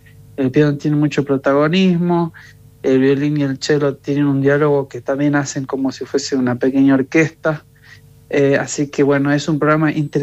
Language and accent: Spanish; Jujuy, Argentina; a todas las personas que llegan a nuestra provincia, le digo, son un jujeño más